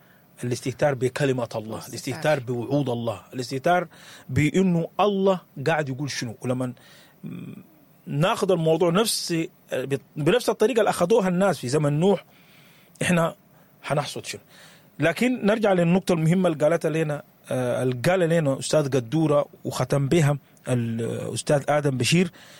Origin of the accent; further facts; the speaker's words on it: Sudan; والنقطة القالة قبل شوية وتقدورة لو إحنا رجعنا لها كسودانيين